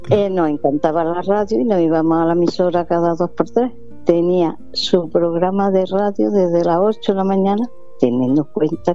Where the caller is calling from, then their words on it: Córdoba, Andalusia, Spain; Yo llamo de Córdoba